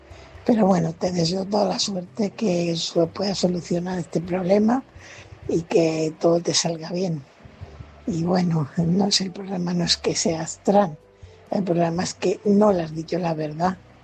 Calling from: Fuenlabrada, Community of Madrid, Spain; corresponsal de Fuenlabrada.

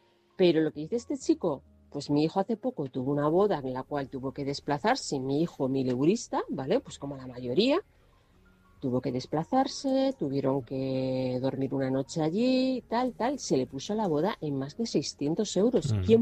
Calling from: Toledo, Castilla-La Mancha, Spain; de Toledo.

